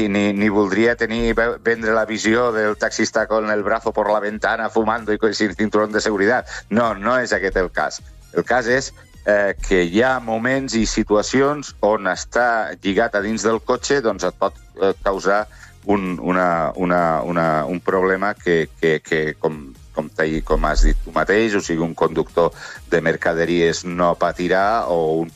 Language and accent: Catalan; Terrassa, Catalonia, Spain; Jo vaig néixer, de fet, jo sóc de Terrassa, vaig néixer a Terrassa.